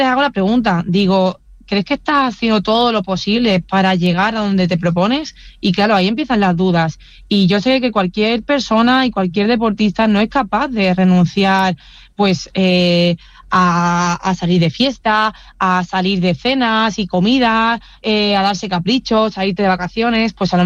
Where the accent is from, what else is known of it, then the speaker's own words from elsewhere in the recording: Huelva, Andalusia, Spain; cuando bajé a mi tierra, a Huelva, y lo pude disfrutar con mi familia